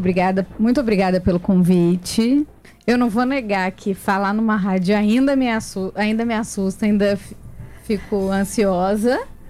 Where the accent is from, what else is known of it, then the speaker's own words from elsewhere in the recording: Guaxupé, Minas Gerais, Brazil; Eu sou de uma cidade pequena que chama Guaxupé.